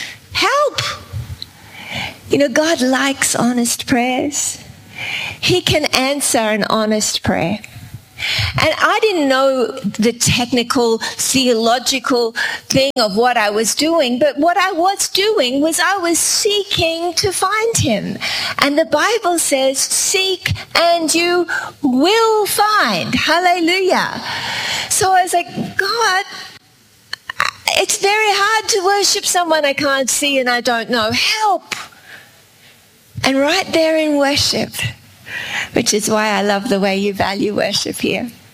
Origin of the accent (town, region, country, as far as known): Australia